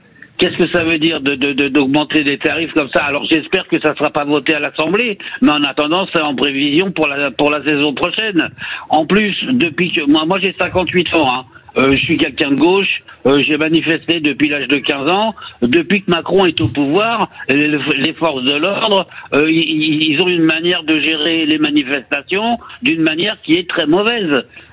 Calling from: Montreuil, Île-de-France, France; Bonjour, de Montreuil.

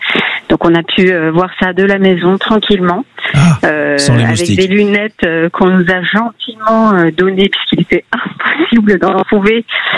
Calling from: Bordeaux, Nouvelle-Aquitaine, France; Je suis à Bordeaux

